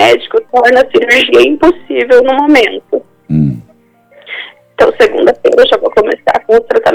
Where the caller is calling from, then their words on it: Pinhalão, Paraná, Brazil; eu falo de Pinhalão, interior do Paraná.